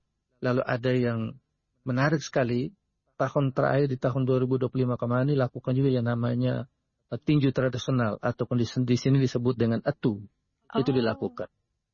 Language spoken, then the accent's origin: Indonesian; East Nusa Tenggara, Indonesia; Ini ciri khas untuk kami orang Nagekeo